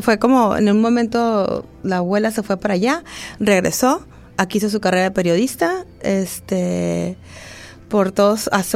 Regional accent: Tijuana, Baja California, Mexico; Soy de aquí, de Tijuana. Mis papás también llegaron cuando eran muy chicos.

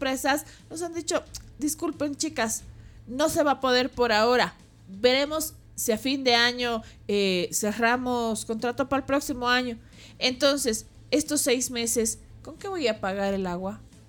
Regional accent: Bolivia; Pero como boliviana, también he sido afectada.

